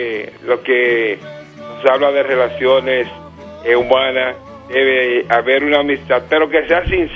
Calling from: San Francisco de Macorís, Duarte, Dominican Republic; les saluda desde San Francisco de Macorís.

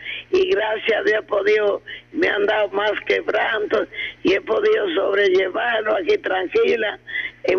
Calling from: Navarrete, Santiago, Dominican Republic; y me pongo y llame a amistades aquí en Navarrete también.

